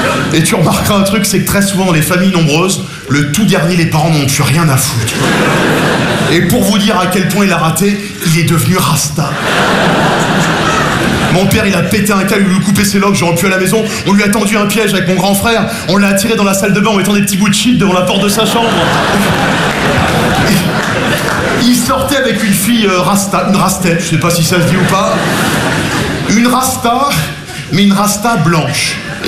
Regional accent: Nogent-sur-Marne, Île-de-France, France; J'ai grandi à Nogent-sur-Marne, je suis passionné à Pipi. Petite banlieue très bourgeoise, genre la Marne, les guinguettes, la fête du petit vin blanc

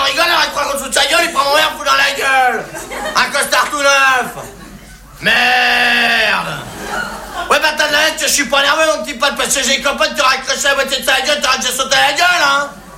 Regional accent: France; je suis bien blasé, hein, je suis français

